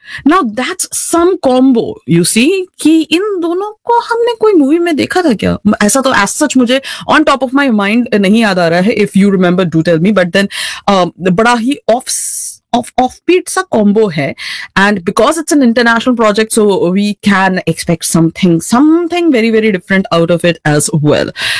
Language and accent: Hindi; Kanpur, Uttar Pradesh, India; मैं जहां से आती हूँ कानपुर से आती हूँ